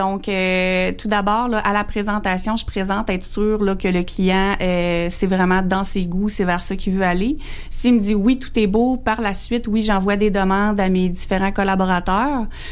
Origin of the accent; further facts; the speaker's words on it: Saint-Pascal, Quebec, Canada; revenir à ma ville natale, Saint-Pascal